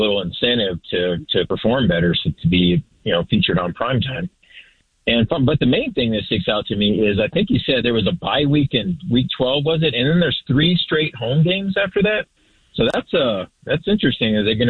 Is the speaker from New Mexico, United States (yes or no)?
no; Santa Clara, California, United States; Santa Clara is my hometown, but I haven't been there since Levi was built